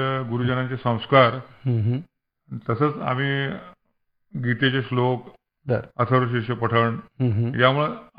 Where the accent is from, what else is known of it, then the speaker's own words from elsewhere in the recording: Karad, Maharashtra, India; माझं बालपण कराडच्या चारशेदा समोर पेठेतील पुसाळकरवाड्यामध्ये गेलं.